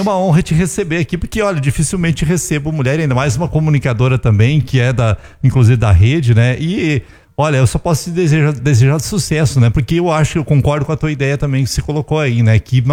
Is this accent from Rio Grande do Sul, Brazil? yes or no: yes; Rio Grande do Sul, Brazil; moved away as an adult; now in Santa Catarina, Brazil; eu não sou natural daqui, né? Vim pra Santa Catarina, sou gaúcho, mas gosto muito realmente da região, viu? Gosto, já estou há 15 anos aqui, 15 né